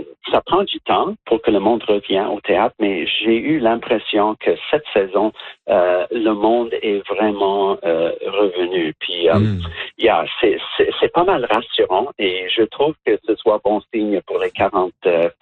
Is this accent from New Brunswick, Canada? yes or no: yes; New Brunswick, Canada; moved away; je suis actuellement, je vous parle du Nouveau-Brunswick, là d'où je viens. Je suis là en vacances pour voir la famille.